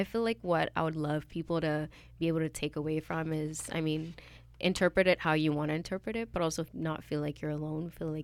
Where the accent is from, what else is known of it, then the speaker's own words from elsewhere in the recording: Uganda; now in Canada; I'm originally from Uganda